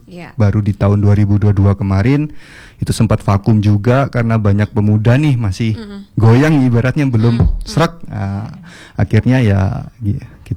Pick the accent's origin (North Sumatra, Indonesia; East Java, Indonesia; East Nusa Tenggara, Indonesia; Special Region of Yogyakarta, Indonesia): East Java, Indonesia; Malang